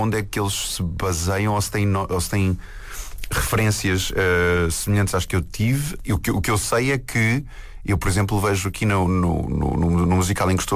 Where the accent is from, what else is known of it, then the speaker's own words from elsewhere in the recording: Portugal; Nós temos muitos defeitos como portugueses